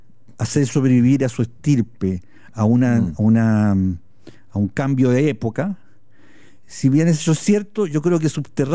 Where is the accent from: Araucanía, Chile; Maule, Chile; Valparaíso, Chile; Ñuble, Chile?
Maule, Chile; moved away as an adult; also born or lived in Santiago, Chile; siempre me tiró el Maule, siempre me atrajo. Mientras estuve en Santiago, que estuve 20 años, siempre yo volvía, retornaba, iba cada 15 días, iba cada semana, digamos. Pasaba mis vacaciones allá.